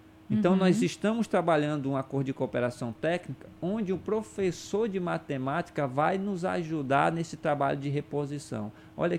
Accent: Benjamin Constant, Amazonas, Brazil; now in Tabatinga, Brazil; eu sou natural de Benjamin Constant.

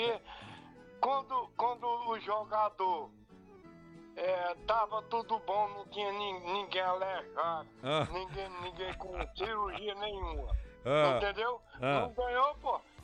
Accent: São Bento, Pernambuco, Brazil; born there; now in São Paulo, Brazil; É, São Bento, Pernambuco.

